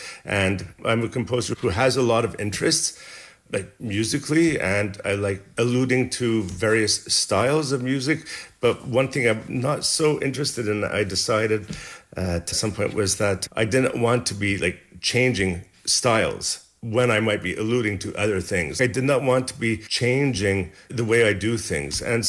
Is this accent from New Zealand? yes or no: no; Montreal, Quebec, Canada; Later on in university, or in Sage, I came from Montreal and applied for the music program.